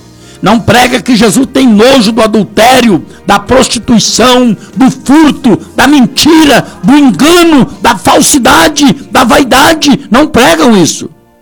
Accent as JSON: {"language": "Portuguese", "country": "Brazil", "said": "nós somos brasileiros."}